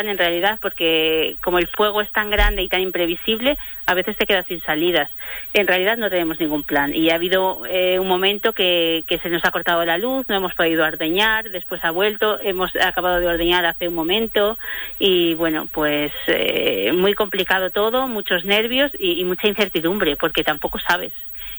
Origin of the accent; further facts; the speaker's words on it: Fariza, Castile and León, Spain; Fariza, mi pueblo es Fariza, sí.